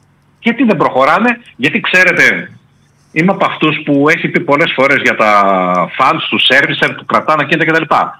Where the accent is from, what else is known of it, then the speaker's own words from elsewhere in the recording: Greece; μας αρέσει ως Έλληνες